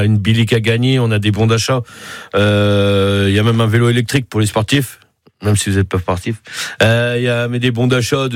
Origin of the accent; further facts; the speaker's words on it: Brittany, France; quand on est breton on est chauvin